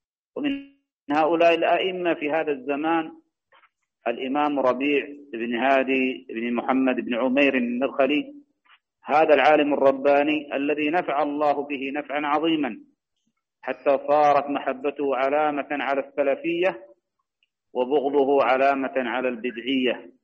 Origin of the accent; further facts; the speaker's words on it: Indonesia; بلادي إندونيسيا بالأخص